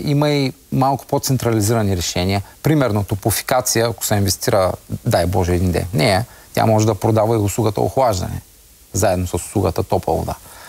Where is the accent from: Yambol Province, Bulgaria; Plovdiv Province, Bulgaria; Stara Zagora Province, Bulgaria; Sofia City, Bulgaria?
Yambol Province, Bulgaria; Yambol; born there; Аз съм от Ямбол. Там жегите бяха ежедневие. Те и сега са ежедневие.